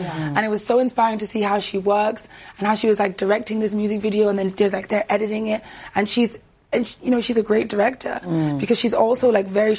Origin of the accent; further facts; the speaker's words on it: Jamaica; I'm Jamaican